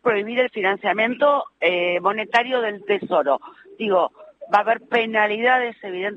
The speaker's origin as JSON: {"language": "Spanish", "country": "Argentina"}